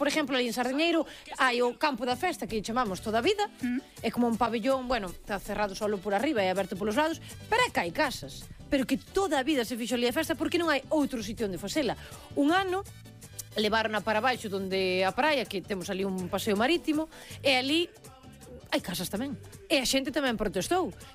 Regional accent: Ribeira, Galicia, Spain; porque por exemplo, mire, eu veño de Ribeira, Festas da Dorna

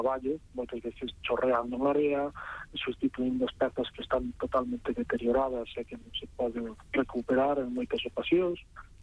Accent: Santipián, Galicia, Spain; un dos que fixen aquí na miña terra, en Santipián, na Mariña.

